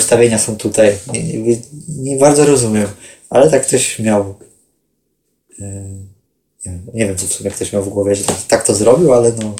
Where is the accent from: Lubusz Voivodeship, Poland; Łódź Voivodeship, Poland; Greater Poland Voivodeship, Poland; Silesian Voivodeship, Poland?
Lubusz Voivodeship, Poland; U nas w Lubuskim